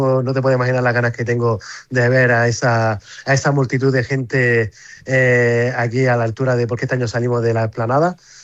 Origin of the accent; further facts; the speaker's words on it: Motril, Andalusia, Spain; Me hace muy, muy orgulloso de mi tierra